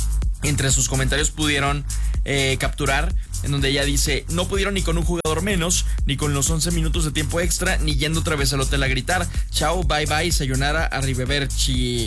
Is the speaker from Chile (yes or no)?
no; Mexico